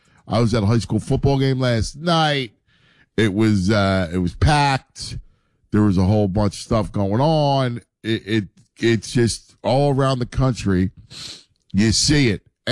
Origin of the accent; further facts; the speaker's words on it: Philadelphia, Pennsylvania, United States; you know, we're from Philly